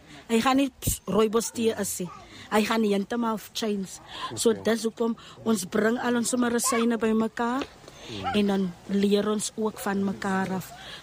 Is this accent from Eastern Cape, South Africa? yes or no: yes; Eastern Cape, South Africa; Ek is haar van Kobega, Ooskaap. Ja, ek kom waar van Antaf.